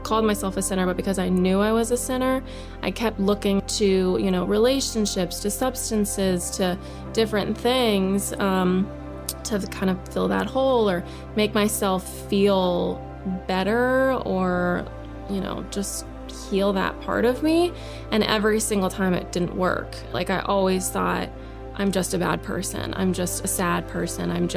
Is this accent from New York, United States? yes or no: yes; New York, United States; I grew up in New York.